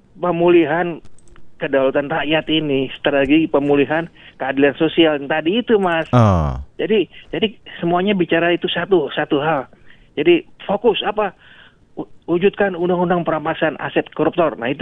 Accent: Yogyakarta, Special Region of Yogyakarta, Indonesia; born there; saya lahir di Yogyakarta.

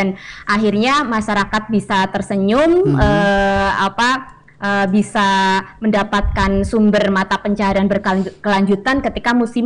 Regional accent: Brebes, Central Java, Indonesia; born there; di sebuah desa di tanah kelahiran saya di Brebes

